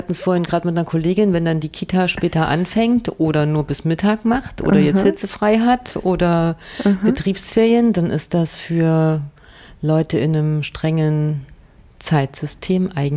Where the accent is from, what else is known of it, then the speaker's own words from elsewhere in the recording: Jena, Thuringia, Germany; Ich komme ja aus Jena